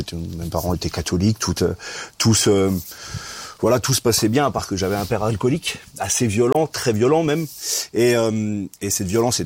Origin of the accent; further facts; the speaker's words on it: Portugal; mes parents étaient immigrés, nous sommes portugais, voilà, nul n'est parfait.